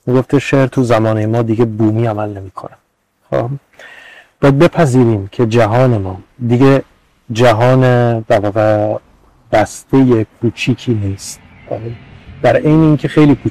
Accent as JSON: {"language": "Persian", "country": "Iran", "tie": "born there", "said": "این که فرض کنیم من انسانی که در ایران به دنیا آمدم خیلی ویژه‌ام"}